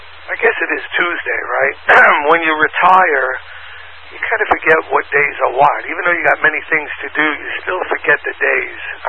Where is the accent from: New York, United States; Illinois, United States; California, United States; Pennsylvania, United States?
New York, United States; Long Island; moved away as an adult; We're originally from Long Island. Long Island, not Rhode Island, Long Island, New York. Been here 47 years?